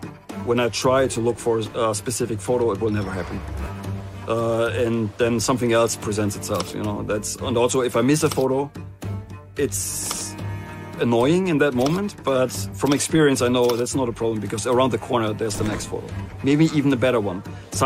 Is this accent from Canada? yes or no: no; Germany; English is a second language; I'm a photographer from Germany, and I mainly shoot people.